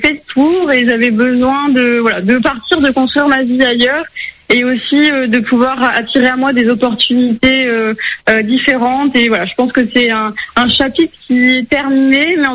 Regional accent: Saint-Pierre, Réunion; also born or lived in Toulouse, France; now in Montpellier, France; Non, parce que alors moi je suis née à Toulouse, mais par contre j'ai grandi 20 ans à La Réunion.

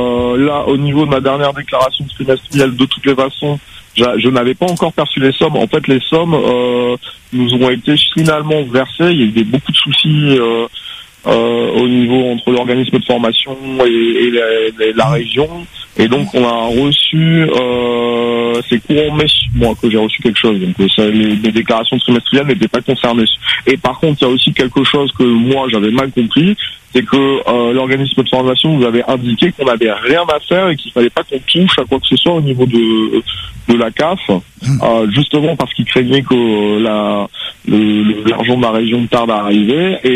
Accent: Réunion; moved away; Là, moi, je suis natif de La Réunion, mais je suis revenu à La Réunion depuis le mois de janvier de l'année dernière.

